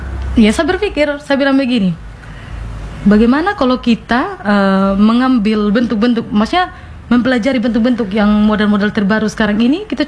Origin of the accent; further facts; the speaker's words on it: East Nusa Tenggara, Indonesia; sebenarnya kita ini orang Sumba nih pintar, cerdas, itu kita semua punya begitu.